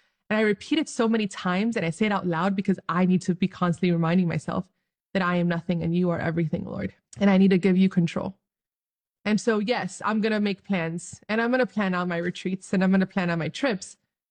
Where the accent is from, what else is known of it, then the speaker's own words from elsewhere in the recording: Dominican Republic; for those of you who do not know, I'm Dominican from the Dominican Republic. But I'm also Arabic.